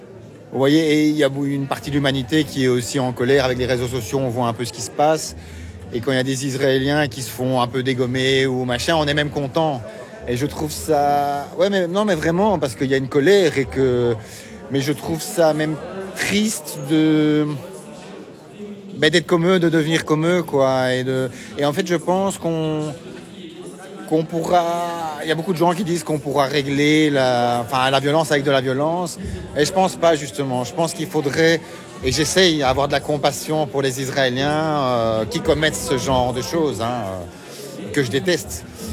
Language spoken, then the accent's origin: French; Brussels, Brussels-Capital Region, Belgium; moved away as an adult